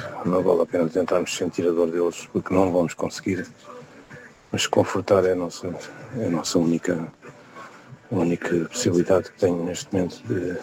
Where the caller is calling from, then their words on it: Barreiro, Lisbon, Portugal; falo do Barreiro.